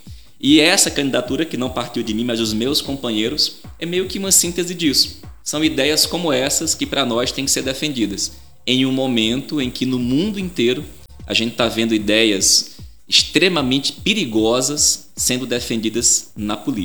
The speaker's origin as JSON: {"language": "Portuguese", "town": "Petrolina", "region": "Pernambuco", "country": "Brazil", "tie": "born or raised there", "also_born_or_lived": "Belém de São Francisco / Salvador", "said": "eu tenho 35 anos, sou pernambucano, nasci em Belém de São Francisco, mas cresci em Petrolina"}